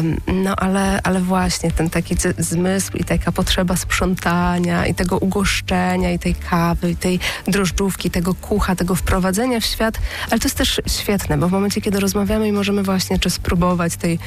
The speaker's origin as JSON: {"language": "Polish", "town": "Pszczółki", "region": "Pomeranian Voivodeship", "country": "Poland", "tie": "born there", "also_born_or_lived": "Kashubia / Kociewie", "said": "ja się urodziłam na ziemi trochę niczyjej tak naprawdę, bo w Pszczółkach, więc Pszczółki ani do Kociewia, ani do Kaszub nie należą."}